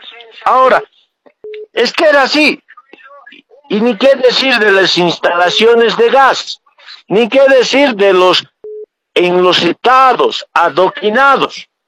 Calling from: El Alto, La Paz, Bolivia; aquí desde el municipio del Alto.

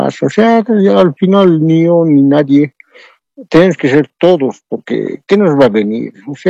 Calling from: Cochabamba, Bolivia; Le hablo de Cochabamba

